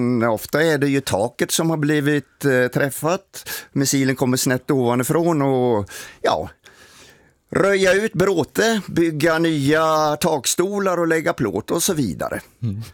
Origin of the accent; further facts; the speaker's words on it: Sweden; och sa att jag är en svensk man som jag vill komma ner och delta i ert arbete.